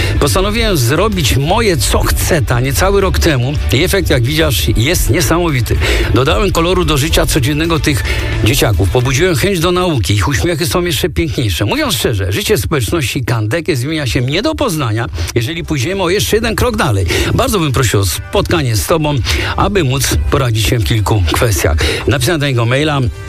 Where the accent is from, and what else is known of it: Kenya; Polish is a second language; now in Warsaw, Poland